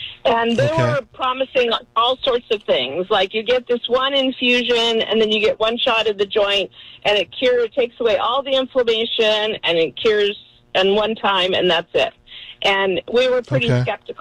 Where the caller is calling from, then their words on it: Los Angeles, California, United States; From Los Angeles.